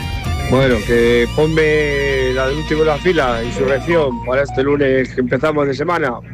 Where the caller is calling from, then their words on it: Albendea, Castilla-La Mancha, Spain; de Albendea.